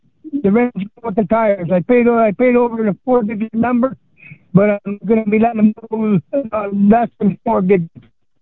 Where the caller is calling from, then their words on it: Poplarfield, Manitoba, Canada; I'm calling from Poplarfield area.